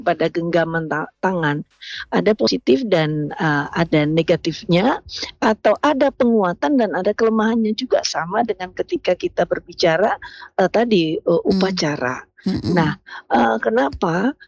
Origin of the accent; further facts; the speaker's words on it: North Sumatra, Indonesia; Atau orang Batak, saya orang Batak tidak memahami bagaimana suku bangsanya.